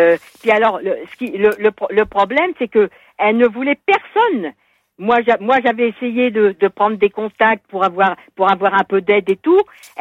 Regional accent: Normandy, France; Oui, parce que je suis normande, mais j'ai toujours adoré le soleil et la chaleur.

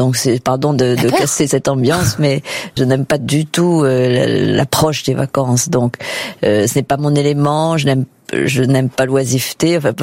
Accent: Paris, Île-de-France, France; also born or lived in Auvergne; À l'époque, j'allais souvent dans mon pays natal qui est l'Auvergne, mais je n'y ai pas vécu, je le précise. J'y suis née, mais mes parents étaient déjà à Paris.

